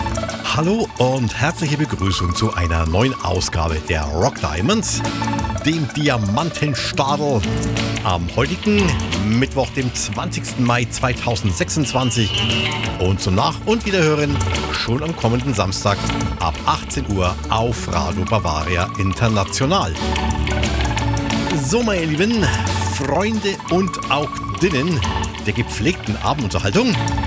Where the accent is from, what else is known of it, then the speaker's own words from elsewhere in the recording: Canada; now in Germany; ich trau's mir gar nicht sagen, aber als Kanadier muss man das wahrscheinlich